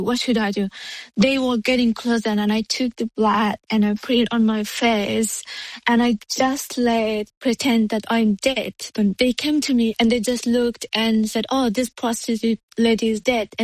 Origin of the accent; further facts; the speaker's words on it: Afghanistan; now in Australia; I just wanted to prove that Afghan women can do different things.